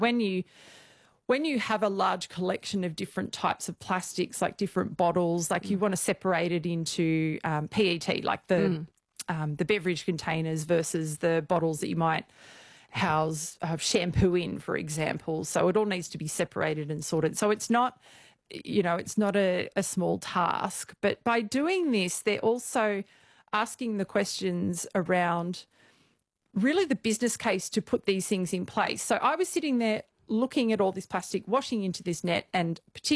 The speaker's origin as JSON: {"language": "English", "country": "Australia", "said": "as an Australian, wow, we have, we've got waste challenges"}